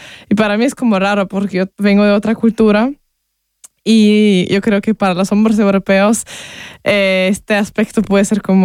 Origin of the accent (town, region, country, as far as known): Ukraine; Spanish is a second language; now in Austria